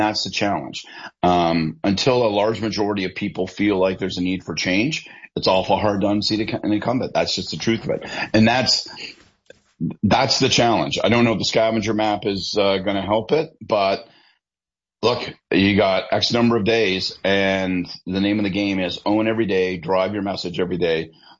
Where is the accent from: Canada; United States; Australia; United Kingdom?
Canada; Belleville, Ontario; Well, I grew up in Belleville, I think, as you know. And so, I know the synagogue. I know Bleecker Avenue.